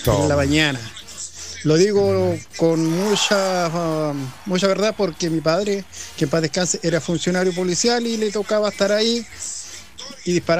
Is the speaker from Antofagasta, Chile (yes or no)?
no; Coronel, Biobío, Chile; now in Lota, Chile; Yo de mi infancia viví en Camilo Lavarría, acá se tiraba los 21 cañonazos acá en Maule.